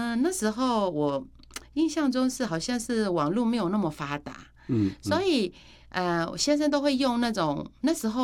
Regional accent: Myanmar; 他问我说你是哪里人，然后我就说缅甸的

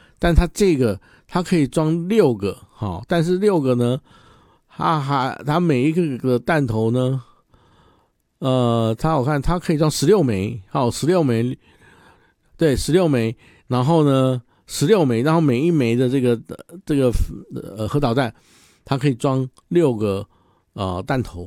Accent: Taiwan; 但是我们台湾这边的一些名词听起来会比较优美一点

